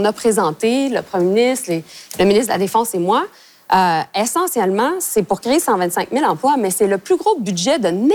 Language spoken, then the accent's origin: French; Montreal, Quebec, Canada; Bien, moi, je suis montréalaise, là.